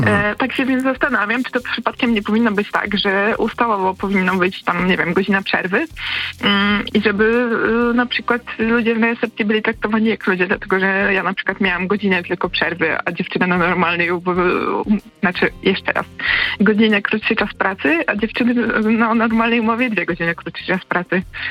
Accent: Łódź, Łódź Voivodeship, Poland; Też jestem z Łodzi i przykład polega na tym, że ja pracowałam na recepcji w jednej z przychodni w jednej z łódzkich przychodni.

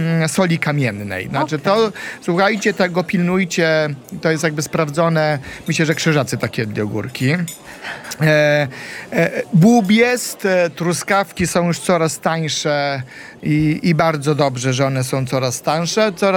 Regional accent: Białystok, Podlaskie Voivodeship, Poland; born there; accent: Podlasie; moved away; bo ja się urodziłem w Białymstoku. Więc on ma... Znaczy faktycznie my na Podlasiu, my Podlasiaki

